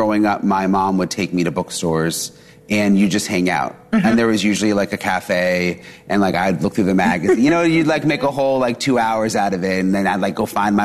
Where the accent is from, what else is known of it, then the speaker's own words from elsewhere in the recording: Florida, United States; I'm from Florida. I'm going home today